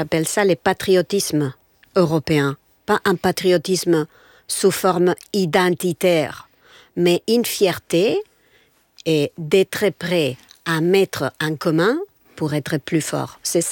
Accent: Spain; chez moi en Espagne.

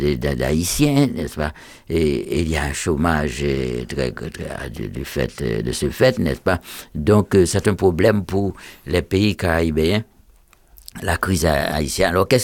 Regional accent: Haiti; moved away; j'étais resté près de 45 ans sans y retourner. Dans ma ville natale, ça faisait 60 ans, n'est-ce pas? Je suis rentré. Et je n'ai pas trouvé un seul repère de mon enfance, de ma jeunesse.

